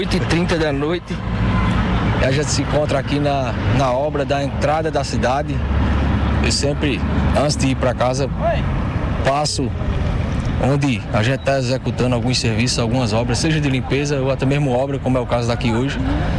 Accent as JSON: {"language": "Portuguese", "town": "Ouricuri", "region": "Pernambuco", "country": "Brazil"}